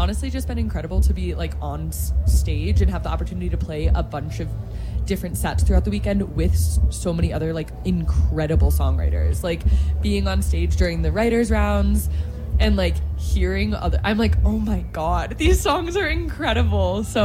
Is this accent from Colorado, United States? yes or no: yes; Boulder, Colorado, United States; I'm from Boulder.